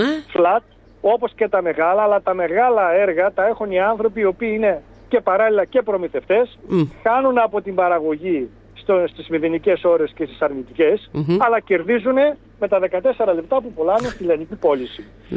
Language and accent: Greek; Larissa, Thessaly, Greece; μια και είμαι Λαρισαίος